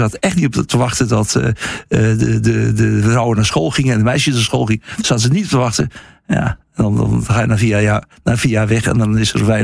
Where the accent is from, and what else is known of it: Netherlands